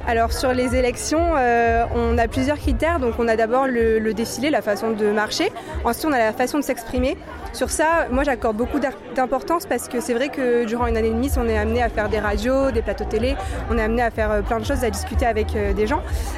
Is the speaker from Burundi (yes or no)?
no; Aigues-Mortes, Occitanie, France; je suis d'Aigues-Mortes